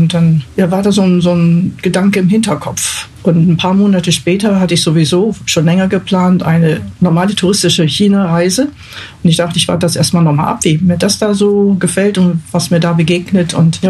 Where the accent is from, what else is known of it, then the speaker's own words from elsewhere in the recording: Bremen, Germany; now in Grünberg, Germany; lebe in Grünberg, welches gar nicht weit weg ist von Mücke. Ich stamme ursprünglich aus Bremen.